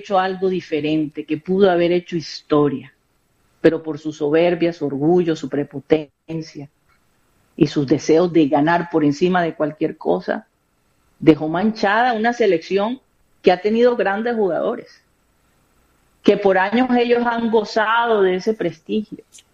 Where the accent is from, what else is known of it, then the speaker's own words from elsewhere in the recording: Colombia; decíamos que éramos colombianos, nos asociaban inmediatamente con la mafia, que son, era la minoría. Pero nosotros como colombianos llevábamos eso a cuesta.